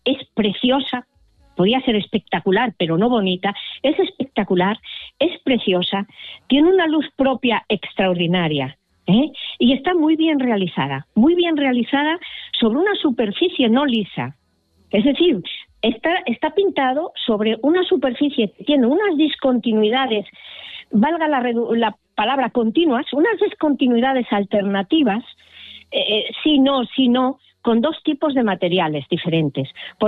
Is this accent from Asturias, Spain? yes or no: yes; Tudela Veguín, Asturias, Spain; born there; A cualquiera que nacimos en Tudela Beguín, dice, hola, estoy aquí. Es como una bienvenida a cualquiera que haya nacido allí. Y que además visitamos el pueblo en fechas señaladas.